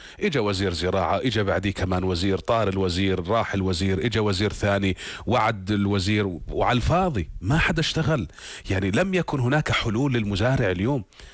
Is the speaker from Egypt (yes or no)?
no; Jordan; نفتخر فيه ونعتز به كلنا كأردنيين